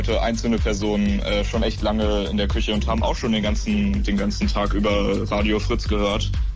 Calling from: Berlin, Germany; Ich komme aus Berlin

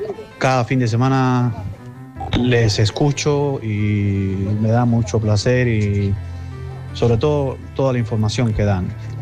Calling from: Sardinia, Italy; estoy escuchando hoy no es un día cualquiera desde la Plaza del Carmen en la isla de Cerdeña, en un mercatino de anticuariato y coleccionismo donde trabajo haciendo pinturas

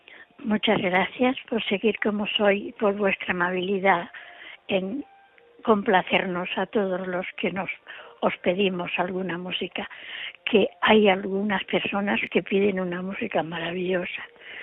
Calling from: Petrer, Valencian Community, Spain; llamo desde Petrer.

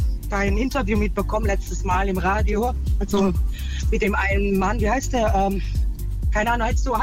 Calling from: Baden-Württemberg, Germany; Ich komme aus der Nähe von Mannheim.

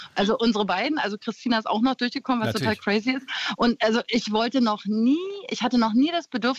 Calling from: Werder, Brandenburg, Germany

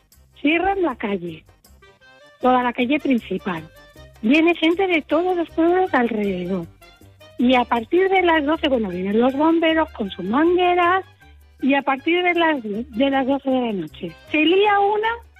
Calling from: Rivas-Vaciamadrid, Community of Madrid, Spain; yo soy de Rivas.

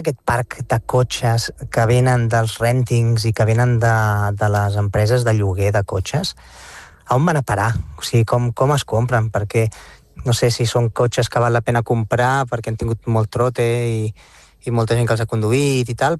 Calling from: Barcelona, Catalonia, Spain; sóc de Barcelona

